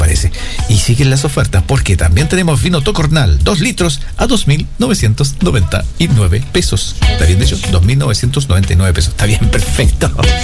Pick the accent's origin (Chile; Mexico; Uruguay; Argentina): Chile; Curacautín, Araucanía; nos pegamos un vueltón por Malalcahuello y somos de Curacautín